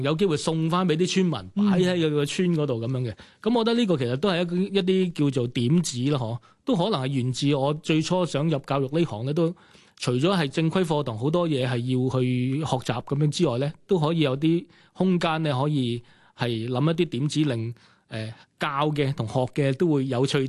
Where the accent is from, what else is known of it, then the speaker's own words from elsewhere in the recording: Tuen Mun, New Territories, Hong Kong; 我自己的而且確都係圍村人。不過唔係西貢，喺屯門。咁所以我其實有幾理解圍村啲文化嘅。